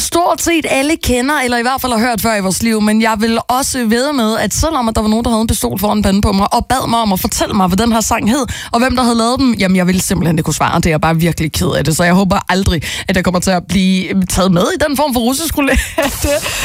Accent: Jutland, Denmark; jeg er jyde, og jeg er nærig.

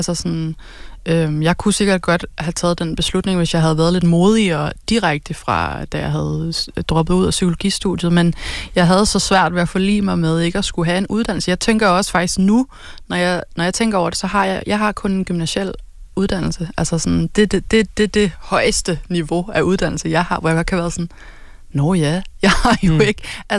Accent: Farum, Capital Region of Denmark, Denmark; moved away; Jeg er fra Farum

